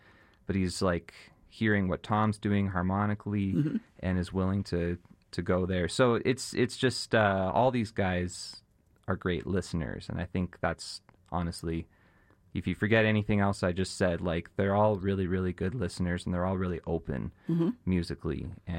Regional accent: Canada; I'm from Canada.

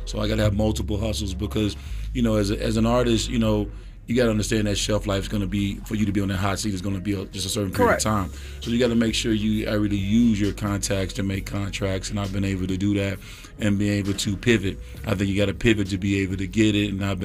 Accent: Memphis, Tennessee, United States; we partnered with the YMCA in Memphis, my hometown, as well as in Seattle, my wife's hometown.

